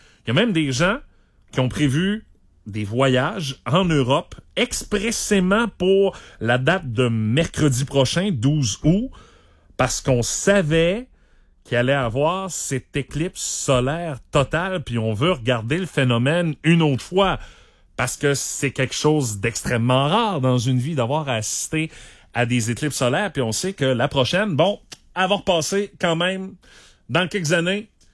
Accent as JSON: {"language": "French", "region": "Quebec", "country": "Canada", "said": "chez nous, au Québec"}